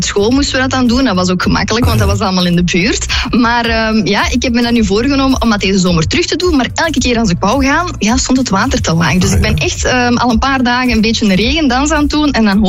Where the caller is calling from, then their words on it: Herentals, Flanders, Belgium; ik ben afkomstig uit Herentals.